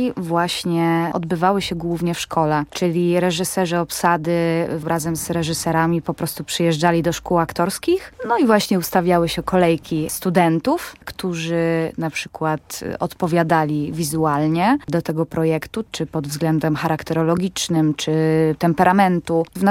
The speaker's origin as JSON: {"language": "Polish", "town": "Tomaszów Mazowiecki", "region": "Łódź Voivodeship", "country": "Poland", "tie": "born or raised there", "said": "z perspektywy takiej osoby, która urodziła się i wychowywała w takiej małej miejscowości"}